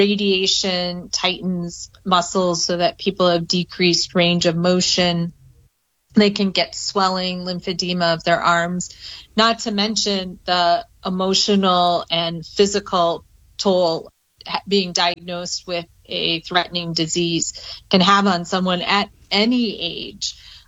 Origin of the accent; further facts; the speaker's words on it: Michigan, United States; now in Cincinnati, United States; So I'm originally from Michigan.